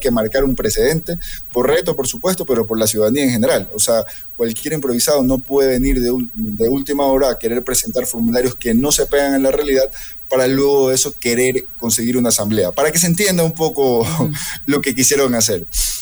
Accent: Ecuador; la definición que tenemos todos como ecuatorianos

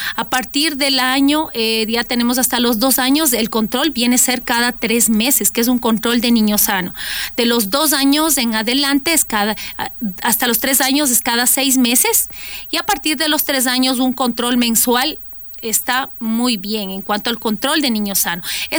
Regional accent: Ecuador

